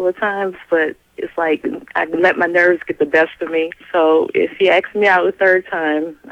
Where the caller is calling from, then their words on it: New Orleans, Louisiana, United States; I'm calling from New Orleans.